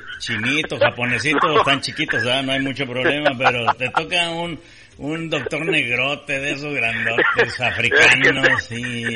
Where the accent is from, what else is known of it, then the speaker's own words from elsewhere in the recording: Mexico; moved away as an adult; Nosotros que somos mexicanos 100%, ¿verdad? Nosotros nacimos en México, crecimos, estudiamos, y luego ya nos venimos acá.